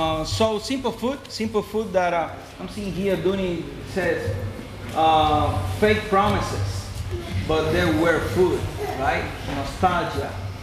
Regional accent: Havana, Cuba; English is a second language; I'm coming from Havana, I'm living in Havana, I'm coming from a, you know, a rough kind of a context

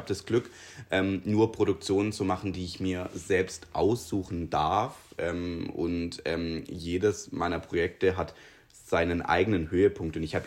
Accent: Triberg, Baden-Württemberg, Germany; ich komme aus Triberg, ich bin 32 Jahre alt

